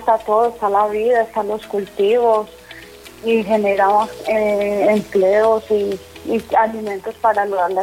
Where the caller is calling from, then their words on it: Campamento, Antioquia, Colombia; Vereda La Colmena.